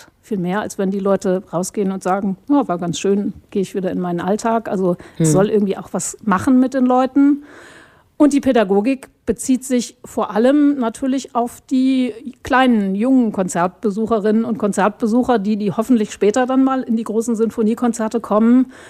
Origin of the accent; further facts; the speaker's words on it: Bremen, Germany; ich komme ursprünglich aus Bremen, habe schon immer viel Musik gemacht